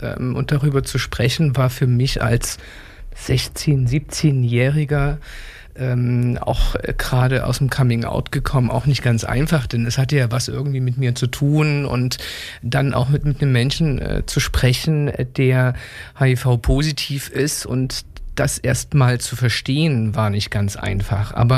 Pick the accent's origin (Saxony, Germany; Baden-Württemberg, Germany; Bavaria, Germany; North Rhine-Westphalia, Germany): Saxony, Germany; Leipzig; ich komme aus Leipzig, bin immer hier geblieben